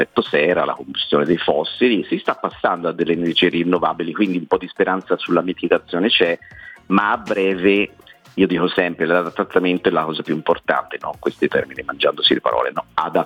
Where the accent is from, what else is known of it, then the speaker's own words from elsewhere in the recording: Florence, Tuscany, Italy; perché poi sono fiorentino